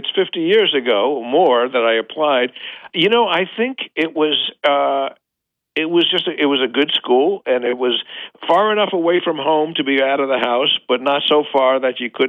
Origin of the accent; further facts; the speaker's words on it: New York City, New York, United States; I grew up in New York City